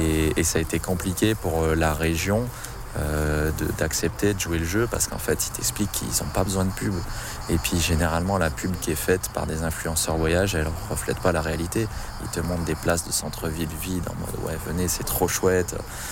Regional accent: Provence-Alpes-Côte d'Azur, France; Oui, tu sais, je viens de la Côte d'Azur, donc les barrières à 1m90, 2m, oui, on les connaît.

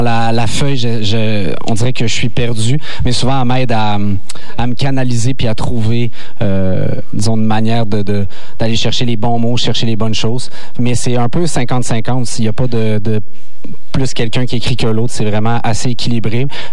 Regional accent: Quebec, Canada; now in Montreal, Canada; Nous, on est à Montréal, mais on vient du nord du Québec. Donc, il fait un petit peu plus froid.

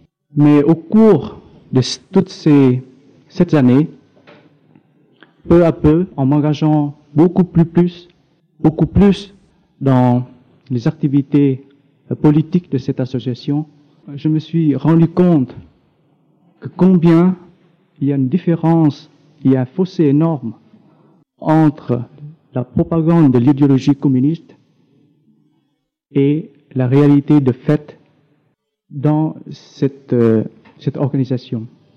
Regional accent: Vietnam; moved away as an adult; Je viens du Vietnam et vous le savez tous, c'est une terre meurtrie, c'est une terre de souffrance. Et à l'âge de 18 ans, lorsque j'avais quitté mon pays en 68

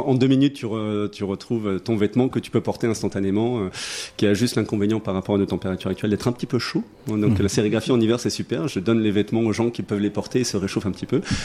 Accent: Auvergne-Rhône-Alpes, France; Moi, je viens d'Ardèche, donc je suis au nord d'Aubenas.

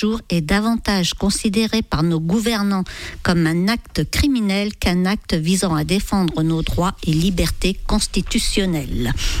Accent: France; chez nous, en France

